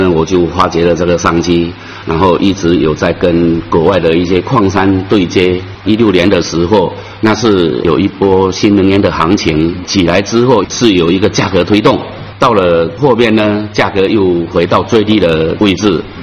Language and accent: Chinese; Nan'an, Fujian, China; 作为土生土长的成竹人，也是一名党员